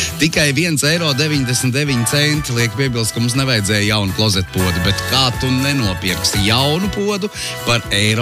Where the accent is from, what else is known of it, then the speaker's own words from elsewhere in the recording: Gulbene, Vidzeme, Latvia; Pats esmu no Gulbenes, un tad nu tā visu izdaram